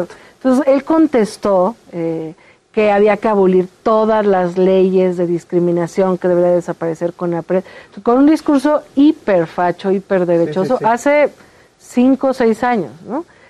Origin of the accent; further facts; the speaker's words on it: Mexico; yo pienso que hay que reflexionar, más allá de quienes creemos en la 4T, como mexicanas y mexicanos, ¿no?